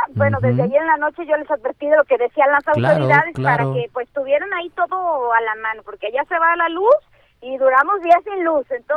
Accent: Tequesquitlán, Jalisco, Mexico; moved away; Mi municipio es Cuautitlán de García Barragán, mi localidad es Tequesquitlán.

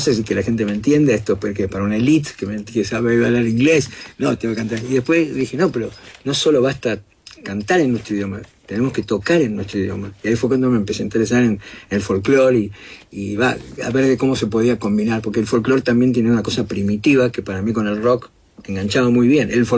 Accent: Argentina; also born or lived in Mexico; now in Los Angeles, United States; hoy yo soy un latino argentino que vive en Los Ángeles, pero que ha pasado mucho tiempo también trabajando en México y en el resto de Latinoamérica también haciendo cosas. Entonces, tengo una identidad muy latinoamericana, no solamente argentina, pero tengo mi parte argentina

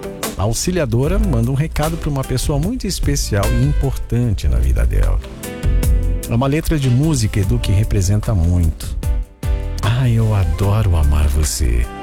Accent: Benedito Leite, Maranhão, Brazil; Eu sou do interior do Maranhão, no povoado Espinho, município de Benedito Leite.

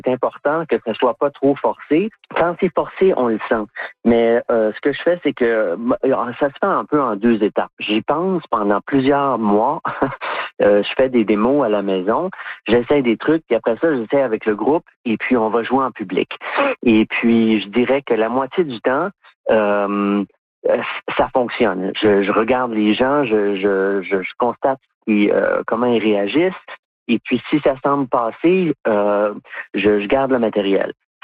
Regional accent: Montreal, Quebec, Canada; now in Toronto, Canada; C'est le résultat de plusieurs années passées à Toronto. Moi, je viens de Montréal, mais je suis ici depuis plusieurs années maintenant.

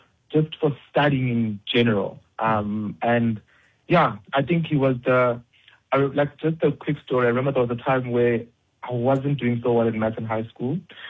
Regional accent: Matatiele, Eastern Cape, South Africa; I grew up with a person speaking on the other side right now. We grew up in Matatiele.

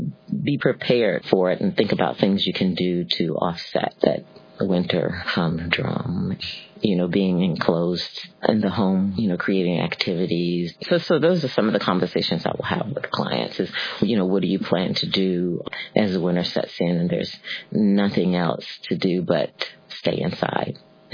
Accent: Virginia, United States; and by the way, I'm from Virginia

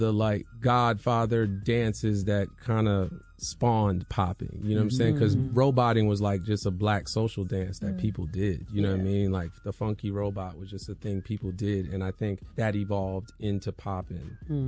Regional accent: East Coast, United States; now in Los Angeles, United States; I'm from the East Coast, so I'm thinking L.A. is what I saw on TV, and then I move out there

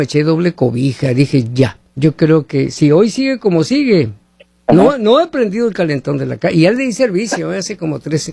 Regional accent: Hermosillo, Sonora, Mexico; a mí me hablan allá de mi tierra Hermosillo, Sonora, México, me dicen, ay, qué frío, andamos aquí. Y yo que vivo aquí donde está la nieve

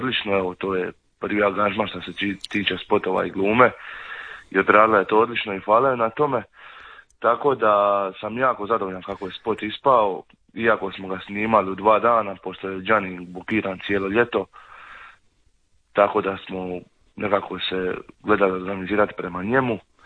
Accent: Zaton, Šibenik-Knin County, Croatia; Spot je sniman u Zatonu kod Šibenika, odakle sam ja, tu u jednoj konobi kod gospodina jednog gdje se mi zimi okupljamo tako Zatonjani, pivamo i idemo na karte i tako dalje.

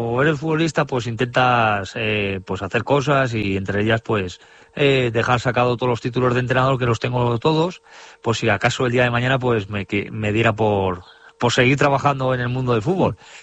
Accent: Salamanca, Castile and León, Spain; moved away as an adult; also born or lived in Vitoria; Sí, me volví a mi tierra. No era en principio la idea mía de quedarme a vivir en Salamanca. De hecho, mi idea era acabar viviendo en Vitoria.

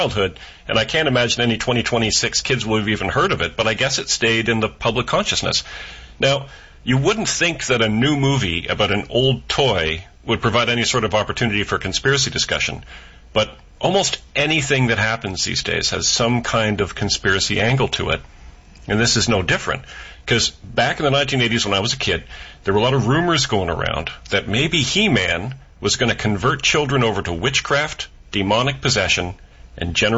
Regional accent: Orangeville, Ontario, Canada; including in my hometown of Orangeville, Ontario.

